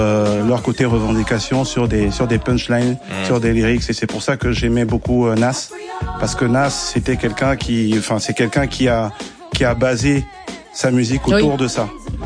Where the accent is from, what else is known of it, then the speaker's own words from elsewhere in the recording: Nairobi, Kenya; on a grandi à Nairobi au Kenya.